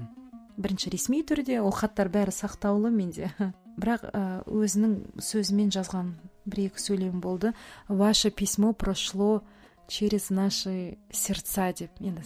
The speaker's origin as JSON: {"language": "Kazakh", "town": "Kostanay", "region": "Kostanay Region", "country": "Kazakhstan", "tie": "born or raised there", "moved": "yes", "said": "Өзім туған жерім Қостанай болғасын"}